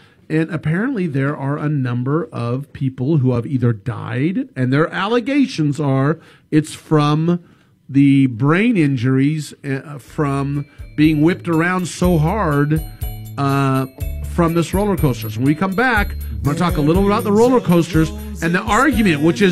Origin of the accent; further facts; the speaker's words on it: California, United States; obviously we're from California, and I have Southern California offices and a home down in Southern California and then Northern California